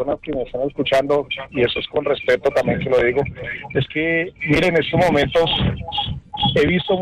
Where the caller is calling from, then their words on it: Bogotá, Colombia; Estoy ubicado … estoy ubicado por aquí en Bosa, en el barrio Bosa de la ciudad de Bogotá.